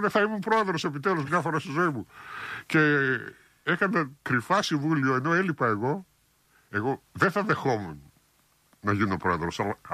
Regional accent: Thessaloniki, Central Macedonia, Greece; είμαι από το Πνευματικό Θεσσαλονίκη στο γυμνάσιο

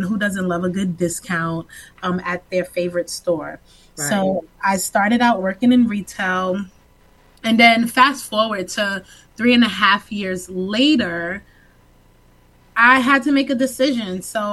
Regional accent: New York, United States; born there; I was scheduled to come back to my hometown, and my unit was in Amityville, New York.

